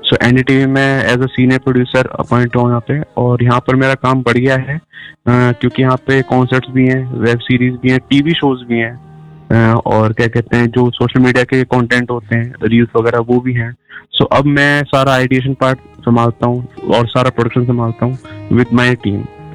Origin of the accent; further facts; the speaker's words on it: Faridabad, Haryana, India; और मैं फरीदाबाद का रहने वाला हूँ और मैं पिछले 7 साल से अपने मीडिया फील्ड में काम कर रहा हूँ।